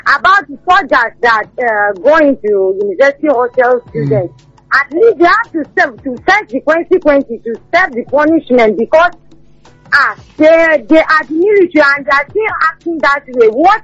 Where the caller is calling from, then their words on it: Nigeria; I'm calling from Ojuana Akwata.